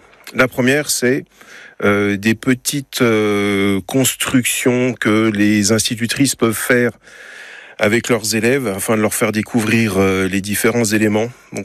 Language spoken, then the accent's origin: French; Paris, Île-de-France, France; Moi, je suis né à Montmartre. J'y ai vécu jusqu'à l'âge de 9 ans